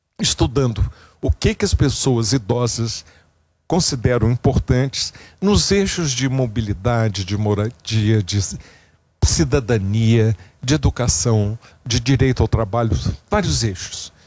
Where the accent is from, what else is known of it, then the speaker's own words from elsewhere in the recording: Rio de Janeiro, Brazil; born there; um bairro onde eu nasci, que é o mais envelhecido da América Latina, Copacabana.